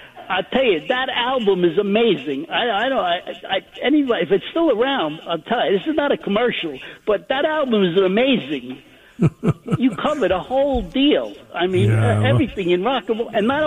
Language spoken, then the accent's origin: English; Bronx, New York, United States; but I'm originally from the Bronx. So when you're from the Bronx, it don't matter where you live, you're from the Bronx, and that's it.